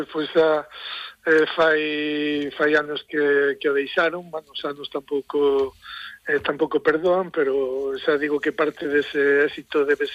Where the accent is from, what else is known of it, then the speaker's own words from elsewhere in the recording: A Pobra do Brollón, Galicia, Spain; Eu creo que todos os que somos da Pobra de Grullón, pois recordar os cómicos de Salcedo